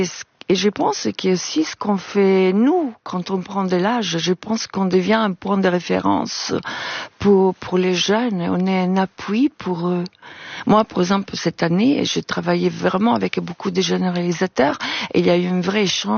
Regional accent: Italy; Parce que quand j'étais jeune, l'après-midi, en Italie, on avait la faculté de regarder beaucoup de films en noir et blanc.

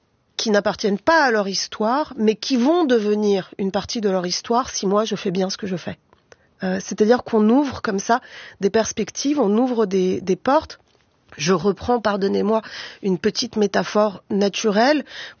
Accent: Paris, Île-de-France, France; je viens d'un certain quartier de Paris.

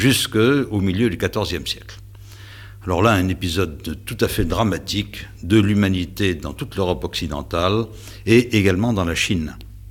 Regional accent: France; Puisque les hommes ont chez nous en France une espérance de vie de 70 ans et les femmes de 76 ou 78

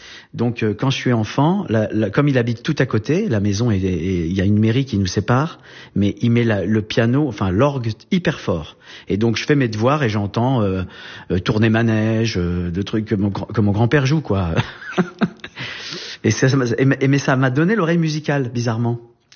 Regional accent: Grand Est, France; also born or lived in Saint-Dizier; je suis né en Champagne, à Saint-Dizier, mais c'est le seul endroit en Champagne où on fait pas de champagne. Et ensuite, j'ai grandi dans les Vosges, mais c'est la plaine des Vosges, il n'y a pas la montagne.

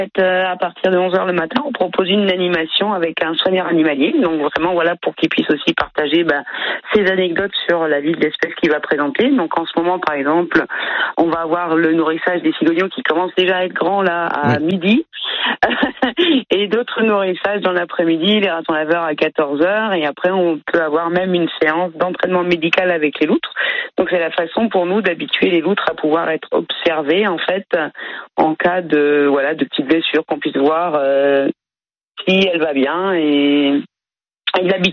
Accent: Grand Est, France; Je suis alsacienne, donc 100% chauvine.

